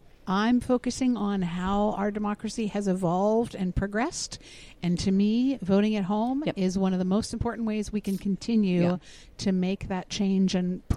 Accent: Oregon, United States; So I'm from Oregon, where we have been voting at home since 2000.

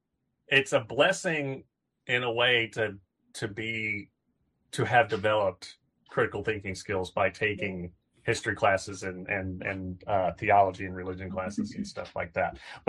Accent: Blue Ridge, Texas, United States; I grew up in a town called Blue Ridge, Texas, so there were more cows than people and lots of big hats and belt buckles and all that kind of stuff.

